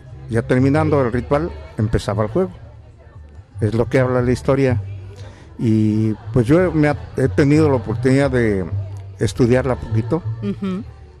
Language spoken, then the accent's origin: Spanish; Magdalena Jaltepec, Oaxaca, Mexico; now in Fresno, United States; los primeros jugadores de mi pueblo, de Magdalena, Jaltepec, que llegaron aquí que emigraron aquí a California.